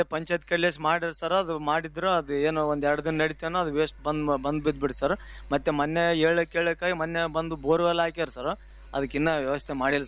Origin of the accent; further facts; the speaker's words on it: Hala Venkatapura, Karnataka, India; ನಮ್ಮೂರಲ್ಲಿ ಜನಸಂಖ್ಯೆ ಬಂದು 350-400 ಜನ ಇರ್ತಾರೆ ಸರ್.